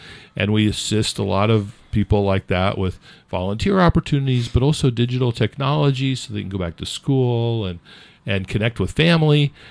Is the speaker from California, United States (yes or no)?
yes; California, United States; now in New Hampshire, United States; I grew up in California, though.